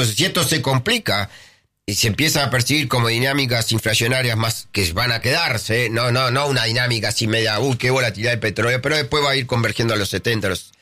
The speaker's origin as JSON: {"language": "Spanish", "country": "Argentina", "said": "Y eso somos los argentinos."}